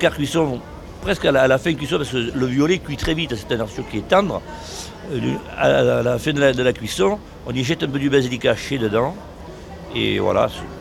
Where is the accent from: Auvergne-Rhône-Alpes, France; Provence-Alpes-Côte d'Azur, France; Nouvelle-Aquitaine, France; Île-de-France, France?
Provence-Alpes-Côte d'Azur, France; Vous savez, ici, chez nous, en Provence, on travaille beaucoup avec l'huile d'olive et le vinaigre.